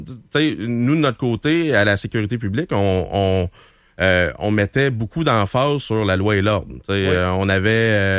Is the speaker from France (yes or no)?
no; Waterloo, Quebec, Canada; Waterloo? Ouais, exact. Waterloo, bon, en Estrie, à côté de Granby.